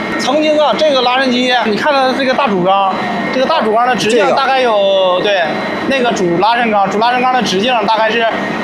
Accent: China; 我们中国人还是比较大方的

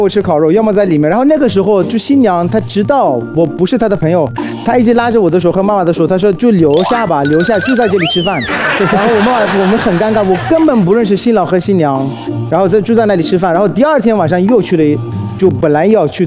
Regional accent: Iran; Chinese is a second language; moved away; 在伊朗呢，我们伊朗人很好客

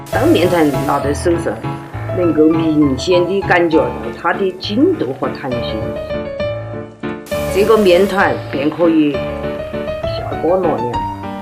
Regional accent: Guizhou, China; 因为我们贵州人都喜欢吃酸

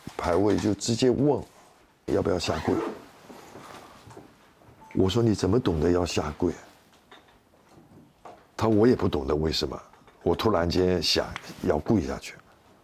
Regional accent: Fuzhou, Fujian, China; born there; 我们都是在这出生。对对对，

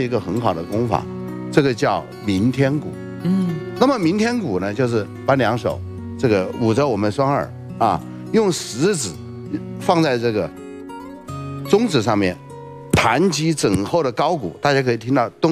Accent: China; 我们中国人对这个肾虚这个概念都是非常重视的，对吧？

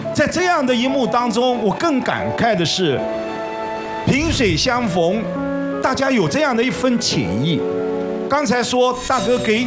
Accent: Hangzhou, Zhejiang, China; 我来自杭州，我一辈子生活在杭州。

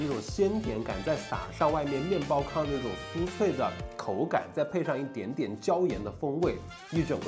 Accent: Sichuan, China; 我们四川人

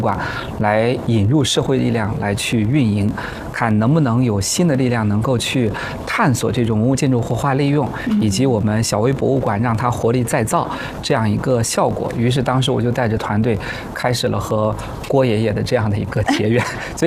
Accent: Shaanxi, China; moved away; 我家是陕西的，

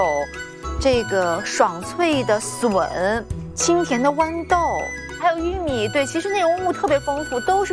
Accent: Shaanxi, China; 作为一个陕西人啊

